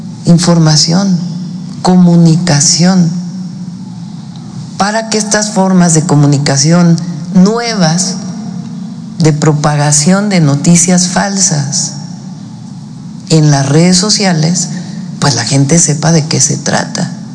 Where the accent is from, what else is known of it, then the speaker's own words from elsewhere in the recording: Mexico; como mexicanas y mexicanos